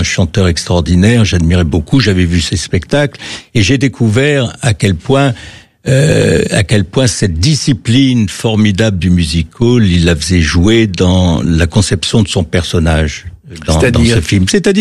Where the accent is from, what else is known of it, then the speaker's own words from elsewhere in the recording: Marseille, Provence-Alpes-Côte d'Azur, France; moi-même je suis marseillais